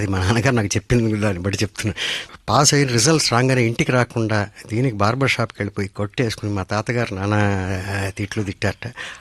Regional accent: Tamil Nadu, India; తమిళనాడులోనే పుట్టాను, పెరిగాను, ఇప్పుడు మీ ముందు కూర్చుని ఇలా స్వచ్ఛంగా తెలుగులో మాట్లాడుతున్నాను

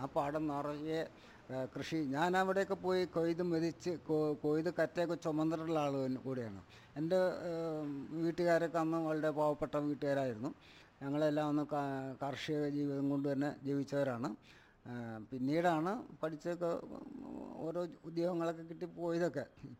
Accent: Uliyannoor, Kerala, India; ഉളിയന്നൂരെന്നെ ഇവിടുത്തെ N S S കരയോഗത്തിൻ്റെ പ്രസിഡൻ്റാണ്. ഞാൻ 1952 ജനിച്ചതാണ്. അപ്പോൾ ഈ ഗ്രാമമായിട്ട് വളരെയധികം അടുത്തറിയാവുന്നതും ഇടപഴകിയിട്ടുള്ള ആളുമാണ്.

